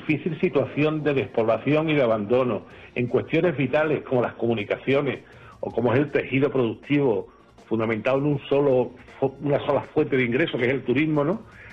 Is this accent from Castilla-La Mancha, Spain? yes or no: no; Ronda, Andalusia, Spain; alguien que está enamorado de su tierra, como en mi caso, ¿no? Que soy profundamente enamorado de Ronda